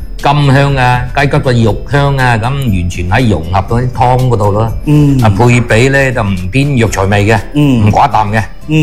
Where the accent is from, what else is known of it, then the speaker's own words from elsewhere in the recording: Guangdong, China; 非常適合我哋廣東人